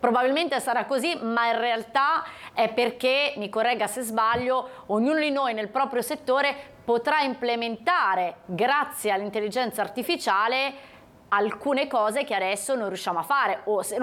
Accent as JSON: {"language": "Italian", "town": "Casella", "region": "Liguria", "country": "Italy", "tie": "born there", "said": "lo dice una che è nata a Casella"}